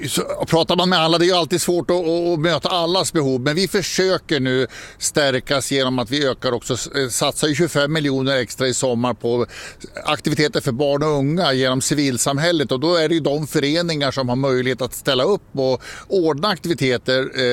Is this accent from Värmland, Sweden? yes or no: no; Västerås, Västmanland County, Sweden; att vi som västeråsare ser till att vi använder de offentliga ytorna och njuter av vårt vackra Västerås.